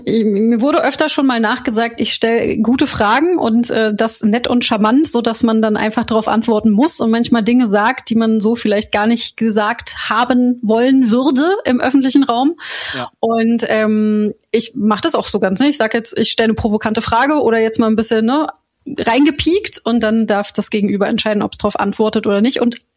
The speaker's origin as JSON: {"language": "German", "town": "Koblenz", "region": "Rhineland-Palatinate", "country": "Germany", "lives_now": "Berlin, Germany"}